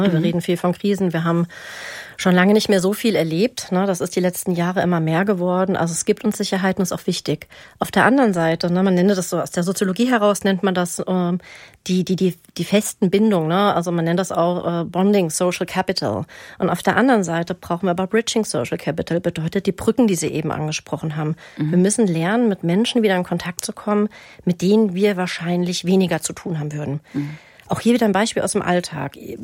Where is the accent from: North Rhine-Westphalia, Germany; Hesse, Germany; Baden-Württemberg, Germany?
Hesse, Germany; Frankfurt; Ich bin Frankfurterin